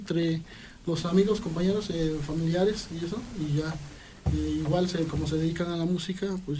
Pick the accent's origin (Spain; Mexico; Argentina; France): Mexico; San Juan Epatlán, Puebla; Nosotros somos de San Juan Epatlán